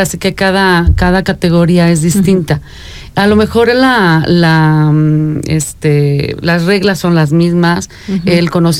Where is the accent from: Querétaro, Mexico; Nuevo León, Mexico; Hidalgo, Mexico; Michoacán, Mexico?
Querétaro, Mexico; Yo soy queretana de corazón